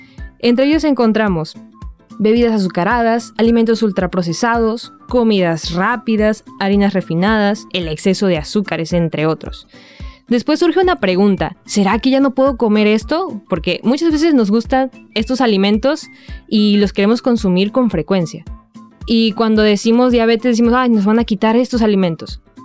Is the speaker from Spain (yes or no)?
no; Mexico; moved away; En México, les voy a hablar un poquito acerca de donde vengo